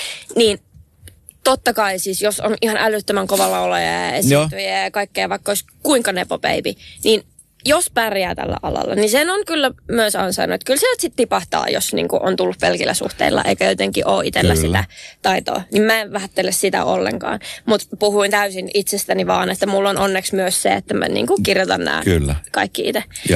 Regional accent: Ylöjärvi, Pirkanmaa, Finland; mä oon tämmönen ylöjärveläinen

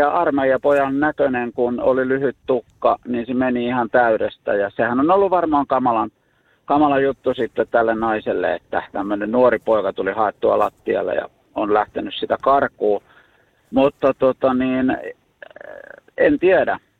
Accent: South Ostrobothnia, Finland; moved away; Mä oon Etelä-Pohjanmaalta kotoisin.

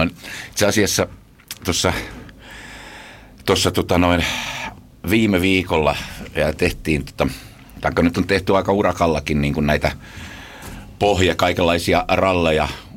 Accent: Tampere, Pirkanmaa, Finland; Mä oon syntynyt Atalassa. Eka 10 vuotta asuin Atalassa ja sitten muutettiin Nekalaa. Siellä asuin semmoisen melkein 5 vuotta ja sitten siitä Multisiltaan.

